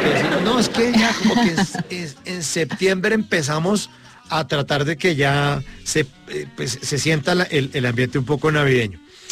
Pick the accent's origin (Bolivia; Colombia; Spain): Colombia; Andean interior; accent: cachaco; yo soy del interior del país